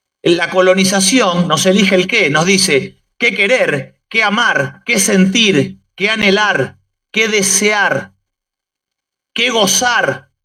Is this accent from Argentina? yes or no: yes; Argentina; nos une a los argentinos